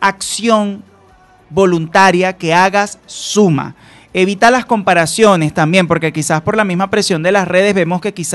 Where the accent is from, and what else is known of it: Venezuela